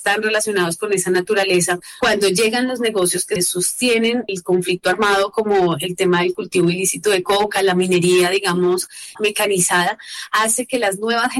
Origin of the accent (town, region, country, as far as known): Colombia